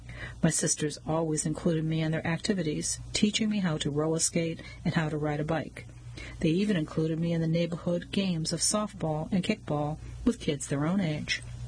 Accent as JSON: {"language": "English", "town": "Howard", "region": "Kansas", "country": "United States", "tie": "born or raised there"}